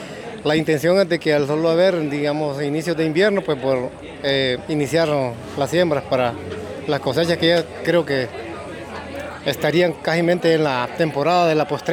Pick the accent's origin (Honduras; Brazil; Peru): Honduras; Olancho; Vengo de Aldea La Guadalupe, en el kilómetro 24, carretera de Olancho.